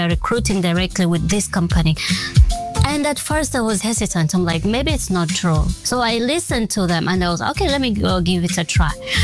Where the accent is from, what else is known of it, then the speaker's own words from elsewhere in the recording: Kenya; moved away as an adult; now in Doha, Qatar; I came directly from Kenya to Qatar.